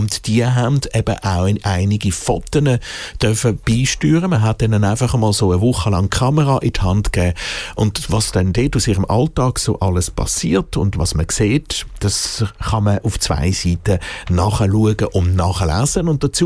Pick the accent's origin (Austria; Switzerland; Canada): Switzerland; Ähnlich wie bei der Modern Mode hier im Extra Zürich bei uns in der Schweiz.